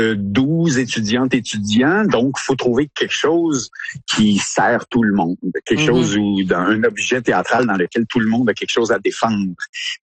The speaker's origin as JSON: {"language": "French", "region": "Quebec", "country": "Canada", "said": "La notion qu'on vient du Québec, la notion qu'ils sont 12 interprètes sur scène, ce qui est quand même rare."}